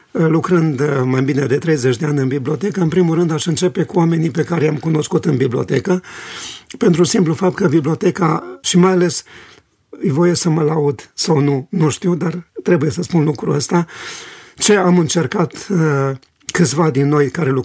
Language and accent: Romanian; Romania